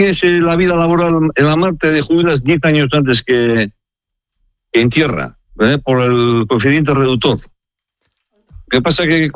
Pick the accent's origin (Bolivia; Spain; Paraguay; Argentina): Spain; San Vicente de la Sonsierra, La Rioja; born there